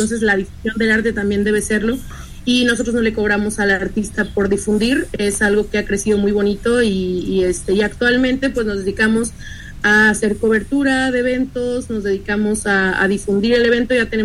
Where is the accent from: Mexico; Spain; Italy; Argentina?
Mexico; soy una mujer mexicana, que estoy en un espacio allá